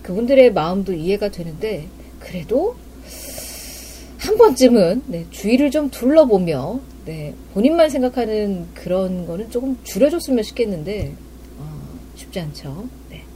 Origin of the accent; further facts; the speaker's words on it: Seoul, South Korea; 저는 그냥 서울이라서